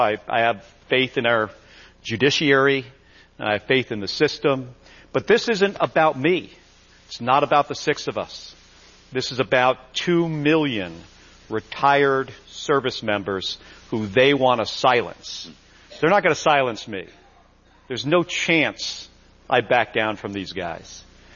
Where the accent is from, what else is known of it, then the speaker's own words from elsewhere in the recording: New Jersey, United States; I'm the son of two police officers. I grew up in New Jersey.